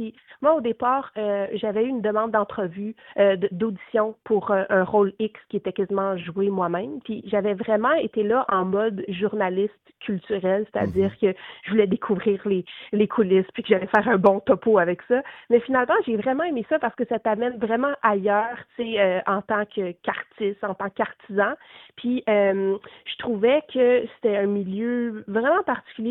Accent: Ottawa, Ontario, Canada; j'étais née à Ottawa puis j'ai grandi à Ottawa

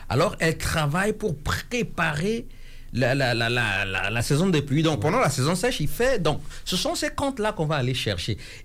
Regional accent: Central African Republic; moved away as an adult; now in Quebec City, Canada; je viens de la République centrafricaine.

